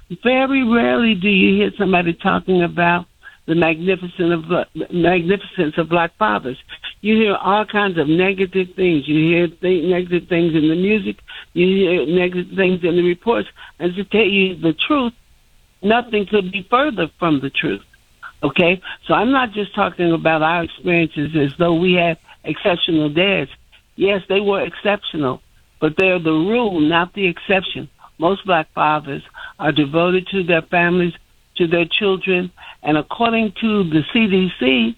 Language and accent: English; Louisville, Kentucky, United States; now in Chicago, United States; I'm a transplant, even though I've been here forever. I came here from Louisville, Kentucky, and I've loved Chicago from day one.